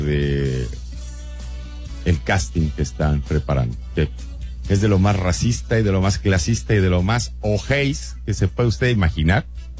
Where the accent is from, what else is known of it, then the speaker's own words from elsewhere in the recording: Mexico; now in Europe; es que soy mexicano.